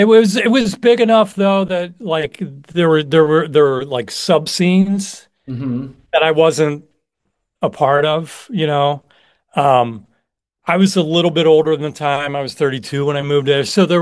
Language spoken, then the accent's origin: English; Cincinnati, Ohio, United States; moved away as an adult; also born or lived in Columbus; now in Chicago, United States; was born and raised in Cincinnati until the time of college, basically. And then I lived in I had back and forth college career at Cincinnati, Columbus. I ended up graduating from University of Cincinnati and then moved back to Columbus.